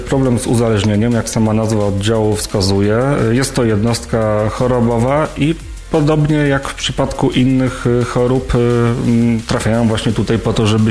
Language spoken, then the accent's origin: Polish; Konin, Greater Poland Voivodeship, Poland; born there; Jesteśmy w oddziale konińskiego szpitala, którego główny budynek jest dla mnie osobiście symboliczny z tego powodu, po pierwsze, że się w nim urodziłem, właśnie w tym budynku, bo była tam kiedyś porodówka